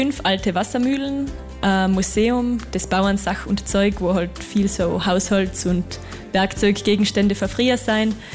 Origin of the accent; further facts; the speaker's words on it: Maria Luggau, Carinthia, Austria; ich bin da aufgewachsen